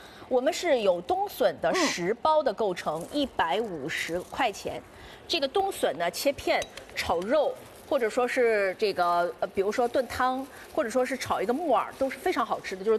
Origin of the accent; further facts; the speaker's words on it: Gongqingcheng, Jiangxi, China; 然后我们老家有一个菜，就是我们老家的这个。共青有那种板鸭哦